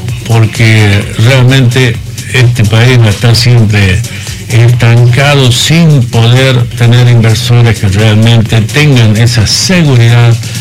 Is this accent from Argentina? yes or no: yes; Argentina; podamos seguir adelante como argentinos